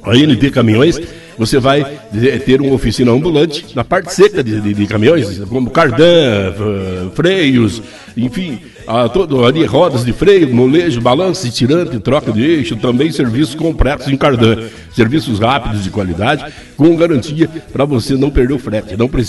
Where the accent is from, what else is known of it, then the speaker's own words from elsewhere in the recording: Brazil; nós, como brasileiros, né? Coração brasileiro